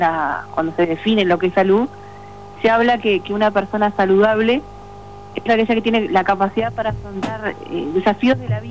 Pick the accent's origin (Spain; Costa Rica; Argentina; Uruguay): Uruguay; Como uruguayos muchas veces tenemos estas dos partes